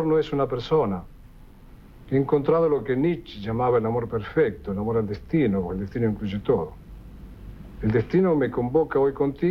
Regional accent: Argentina; Soy fatalmente argentino. Soy tangamente argentino, inevitablemente argentino.

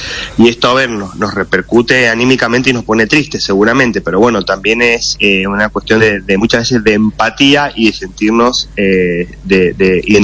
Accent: Argentina

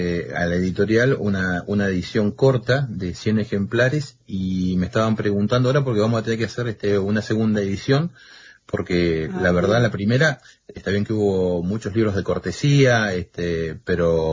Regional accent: Río Gallegos, Santa Cruz, Argentina; yo soy oriundo de Río Gallegos

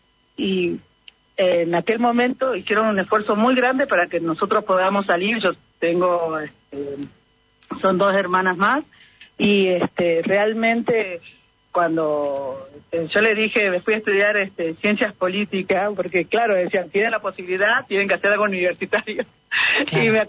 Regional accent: Tilcara, Jujuy, Argentina; also born or lived in Buenos Aires / France; En realidad yo salí de Tilcara a estudiar, estuve estudiando en Buenos Aires, después hice una especialización en Francia, pero siempre volví a la tierra.

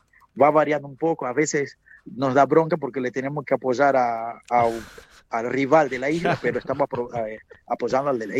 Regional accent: Cape Verde; now in Río Grande, Argentina

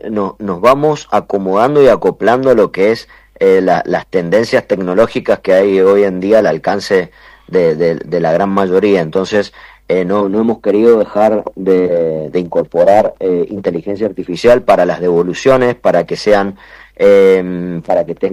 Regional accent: Mendoza, Argentina; nos sentimos y somos muy mendocinos y queremos mucho a nuestra provincia.

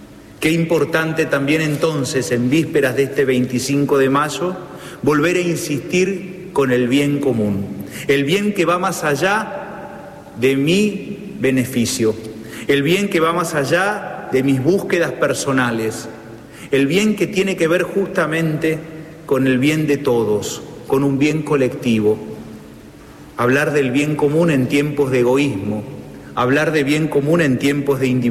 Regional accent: Argentina; como pueblo argentino somos nación.

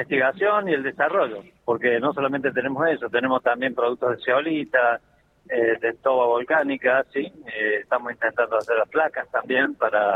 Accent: La Rioja, Argentina; Vengo de La Rioja, estoy en La Rioja

